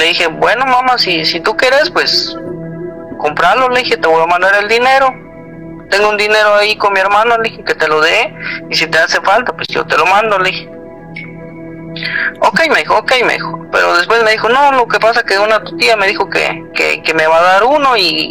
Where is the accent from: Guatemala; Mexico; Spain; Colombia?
Guatemala; now in United States; Sí, yo soy de Guatemala, ella allá en el pueblo.